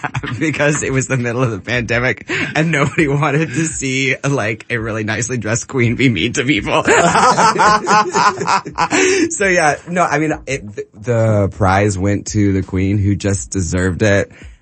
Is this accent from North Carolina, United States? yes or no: no; Seattle, Washington, United States; moved away; also born or lived in New York; I'm just from Seattle. We're both from Seattle.